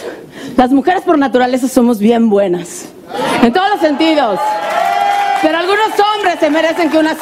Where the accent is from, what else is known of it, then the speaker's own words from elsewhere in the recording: Monterrey, Nuevo León, Mexico; una chica talentosísima de mi tierra, de allá de Monterrey